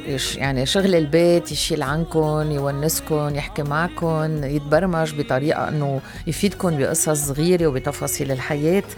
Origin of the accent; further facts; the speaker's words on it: Lebanon; نحن كلبنانية